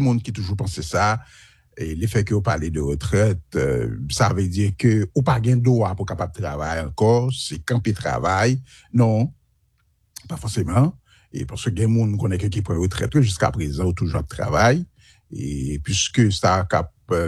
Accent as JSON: {"language": "French", "country": "Haiti", "moved": "yes", "said": "je suis d'Haïti"}